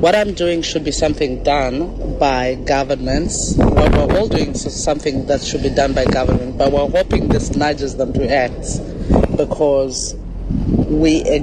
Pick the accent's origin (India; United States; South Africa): South Africa; also born or lived in Zambia; I'm a South African writer